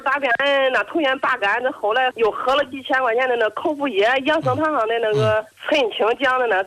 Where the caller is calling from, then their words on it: Xingtai, Hebei, China; 我邢台的